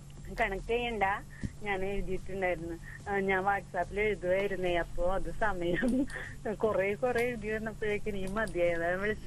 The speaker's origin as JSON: {"language": "Malayalam", "region": "Kerala", "country": "India", "said": "എനിക്ക് എന്റെ നാട് എന്റെ വീട്."}